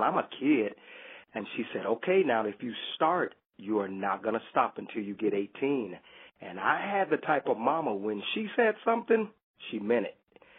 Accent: Indianapolis, Indiana, United States; We had moved into a home. I'm from Indianapolis, Indiana.

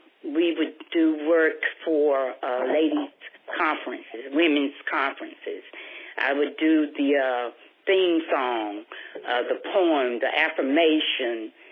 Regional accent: Winterville, North Carolina, United States; We grew up in the small town of Winterville, North Carolina. It's located near Greenville, North Carolina. It's a very small town.

